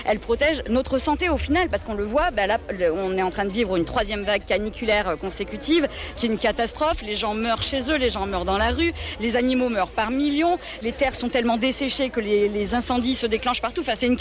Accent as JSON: {"language": "French", "town": "Toulouse", "region": "Occitanie", "country": "France", "said": "Hein, je viens de Toulouse"}